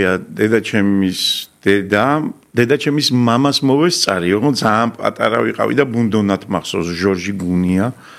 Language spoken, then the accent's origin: Georgian; Kutaisi, Imereti, Georgia; moved away; ქუთაისში. საფიჩხეს გოგებაშვილის ქუჩაზე, ეხლა სამაგ სახლი იქ, ჩემი უსაყვარლესი ქალაქი და სადაც სკოლა დავამთავრე, იქ დავიბადე, იქ გავიზარდე.